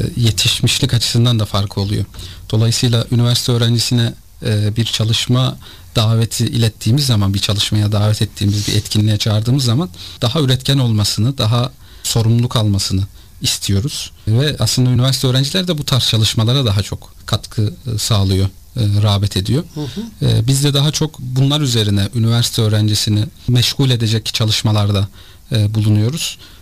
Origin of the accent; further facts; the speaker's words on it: Kahramanmaraş, Turkey; ben Maraşlıyım, Kahramanmaraşlı'da doğdum büyüdüm.